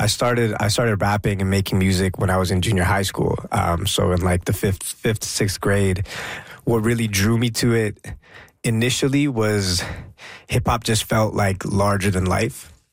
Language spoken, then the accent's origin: English; Canada; born there; I'm Indian by heritage, Gujarati, born in Canada, and my family spent three generations in East Africa in between India and Canada.